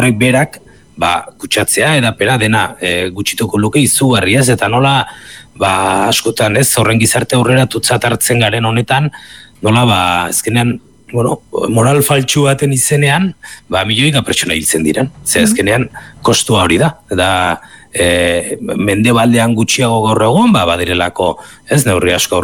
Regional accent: Southern Basque Country, Spain

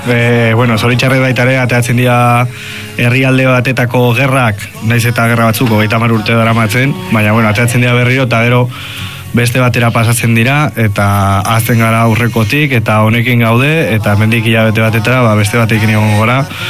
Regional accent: Pamplona, Navarre, Spain; Orduan ni ja herri hortatik kanpo nago eta Iruñan bizi izan, osea, bizi izan naiz eta jaio naiz

